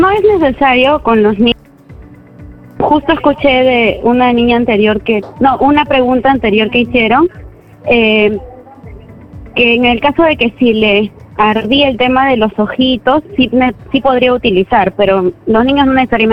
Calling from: Comas, Lima, Peru; Desde Comas.

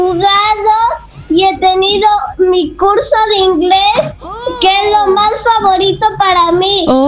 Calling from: Chiclayo, Lambayeque, Peru; de Chiclayo.

